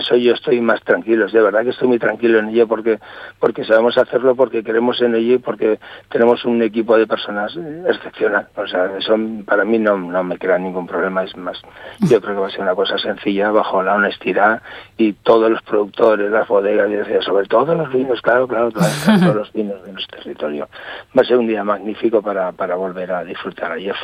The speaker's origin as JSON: {"language": "Spanish", "area": "Huesca", "region": "Aragon", "country": "Spain", "said": "siempre somos los de Huesca."}